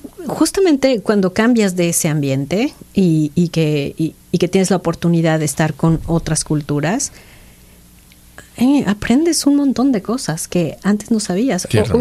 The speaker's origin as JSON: {"language": "Spanish", "country": "Mexico", "lives_now": "United States", "said": "bueno, soy latino, y en mi caso soy mexicana, y veo la diferencia entre las diferentes nacionalidades"}